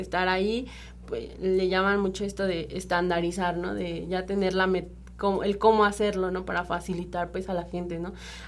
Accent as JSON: {"language": "Spanish", "town": "Zacatlán", "region": "Puebla", "country": "Mexico", "tie": "born or raised there", "said": "Soy originaria de Zacatlán, es un pueblo mágico, pequeño. Bueno, ahorita ya está creciendo, ya llega mucha población"}